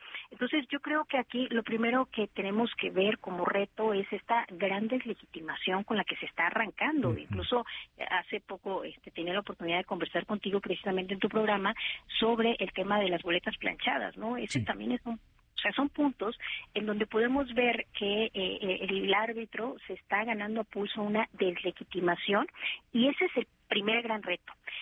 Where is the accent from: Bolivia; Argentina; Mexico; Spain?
Mexico; nosotros como mexicanos